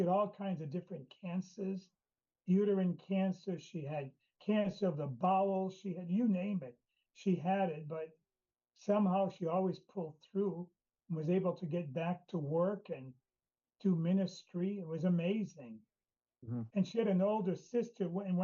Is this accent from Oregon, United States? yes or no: no; Berlin, New Hampshire, United States; my hometown of Berlin